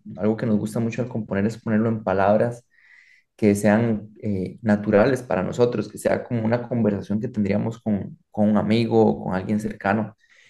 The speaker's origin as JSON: {"language": "Spanish", "country": "Costa Rica", "said": "yo como costarricense, hay palabras que en Costa Rica se entienden"}